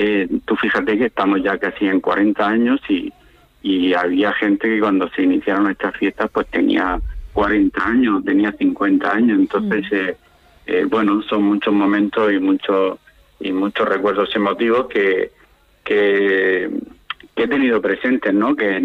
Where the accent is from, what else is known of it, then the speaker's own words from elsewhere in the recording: Cartagena, Region of Murcia, Spain; yo soy campo cartagenero